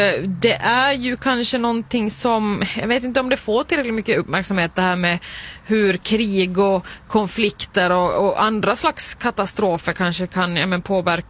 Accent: Finland; Som en finländare, som den finländare jag är, så har

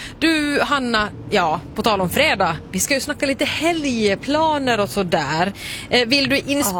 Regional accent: Finland; accent: Finland Swedish; now in Sweden; som man säger hemma i Finland.

